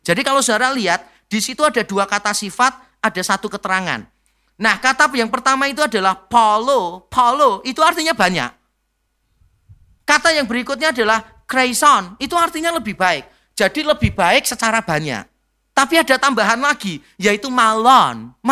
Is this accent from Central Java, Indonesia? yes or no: yes; Semarang, Central Java, Indonesia; Kota saya Semarang soalnya. … kan lagunya.